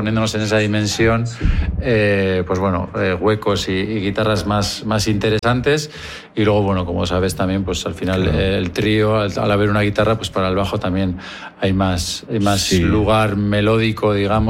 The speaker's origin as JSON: {"language": "Spanish", "town": "Leioa", "region": "Basque Country", "country": "Spain", "said": "somos de Leioa"}